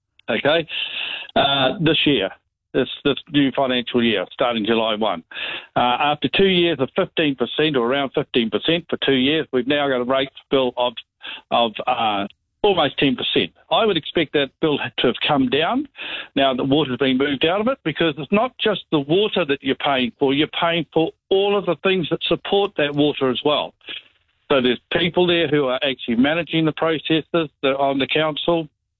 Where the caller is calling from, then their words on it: Upper Hutt, Wellington, New Zealand; I'm from Upper Hutt